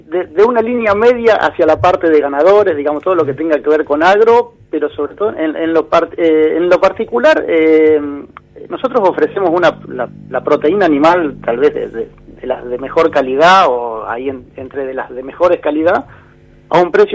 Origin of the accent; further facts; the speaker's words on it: Argentina; para los argentinos, que somos, claro, muy del asadito